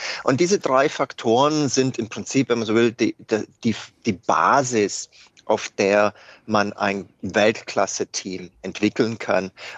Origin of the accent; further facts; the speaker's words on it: Germany; Ja, als Deutscher ist meine Prognose ein bisschen außergewöhnlich